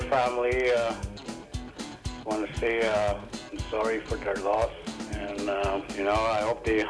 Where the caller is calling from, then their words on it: Little Grand Rapids, Manitoba, Canada